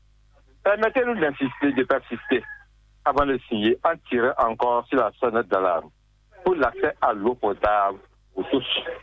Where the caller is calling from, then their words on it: Parakou, Borgou, Benin; j'appelle de Paracou